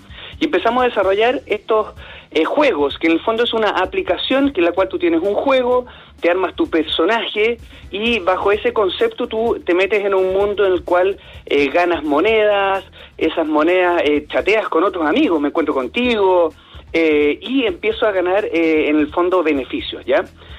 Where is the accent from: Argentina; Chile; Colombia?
Chile; como chilenos, buenos chilenos